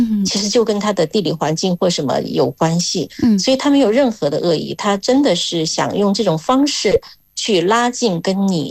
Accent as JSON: {"language": "Chinese", "region": "Chongqing", "country": "China", "tie": "born or raised there", "moved": "as an adult", "lives_now": "Khon Kaen, Thailand", "said": "如果你到我的家乡重庆"}